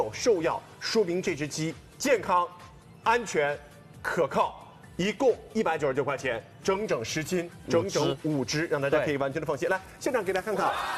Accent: Guangdong, China; 什么顺德啊，我广东人

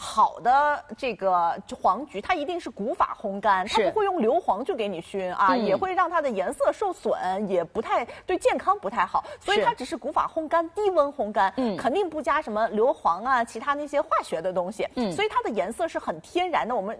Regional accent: China; 所以对于我们中国人来说，茶文化不是光光喝茶叶

